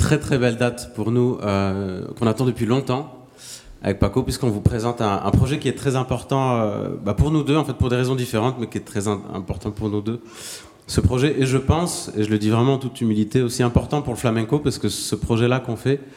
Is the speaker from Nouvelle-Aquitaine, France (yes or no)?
no; Caen, Normandy, France; born there; c'est quand c'est ma ville natale, il y a toute ma famille, il y a tous mes proches qui sont là